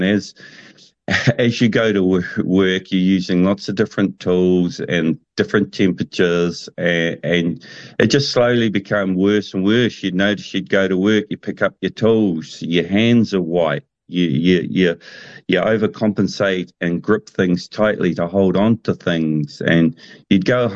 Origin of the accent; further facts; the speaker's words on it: Gisborne, New Zealand; Because I grew up on the East Coast in Gisborne, and back then there was no such things as using, like nowadays, all your equipment that you've got and your tools available to you